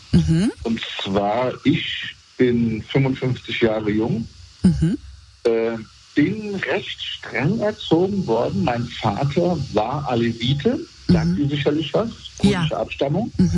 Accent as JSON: {"language": "German", "town": "Bad Soden am Taunus", "region": "Hesse", "country": "Germany", "tie": "born or raised there", "said": "Ja, wir sind in Bad Soden am Taunus groß geworden und jeder kannte ihn halt durch seinen Job."}